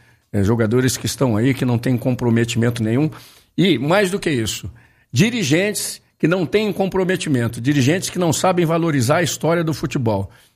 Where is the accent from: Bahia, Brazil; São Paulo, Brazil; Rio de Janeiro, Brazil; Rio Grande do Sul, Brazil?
São Paulo, Brazil; Campinas; E eu falo isso como campineiro.